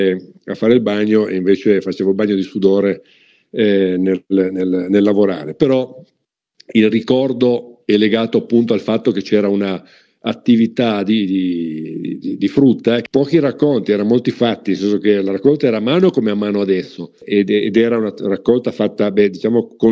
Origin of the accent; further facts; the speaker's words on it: Turin, Piedmont, Italy; born there; mentre io sono nato a Torino, dove mio padre si era trasferito per svolgere l'attività appunto di commercio d'ingrosso.